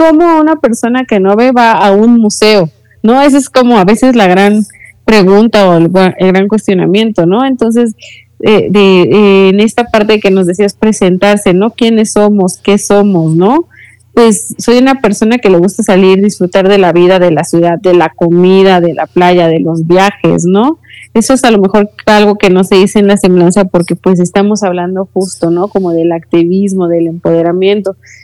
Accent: Mexico

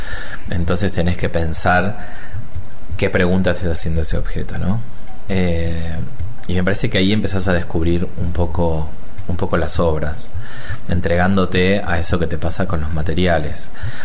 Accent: Rosario, Santa Fe, Argentina; cierta tradición que como rosarino me llega mucho

